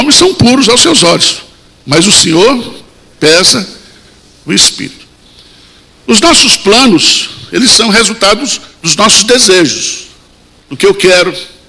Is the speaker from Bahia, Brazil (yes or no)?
yes; Bahia, Brazil; nós somos baianos